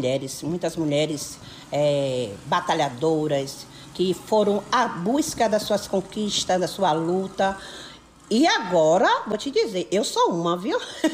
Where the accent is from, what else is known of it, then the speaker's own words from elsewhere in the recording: Terra Nova, Brazil; Tive a oportunidade de sair logo ao casar, mas aqui fiz a minha morada. Nasci, morei, moro aqui até hoje, né, 65 anos.